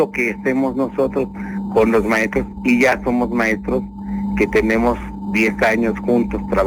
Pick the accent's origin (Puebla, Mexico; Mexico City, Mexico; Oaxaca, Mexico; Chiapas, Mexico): Chiapas, Mexico; Tapachula; Yo, porque soy originario de Tapachula